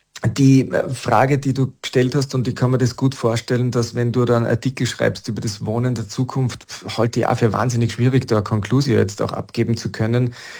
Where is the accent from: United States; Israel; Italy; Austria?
Austria; Salzburg; Meine Zeit, meine Kindheit und Jugend im Rauriser Tal war für mich wahnsinnig prägend für vieles, was ich heute denke, fühle, wie ich mich verhalte, wie meine Einstellungen, meine Prinzipien sind.